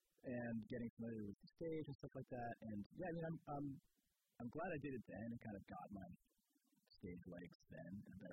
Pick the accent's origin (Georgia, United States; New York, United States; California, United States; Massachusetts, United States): Massachusetts, United States; Somerville; moved away as an adult; now in Virginia, United States; I grew up in Somerville, which is right outside of Boston.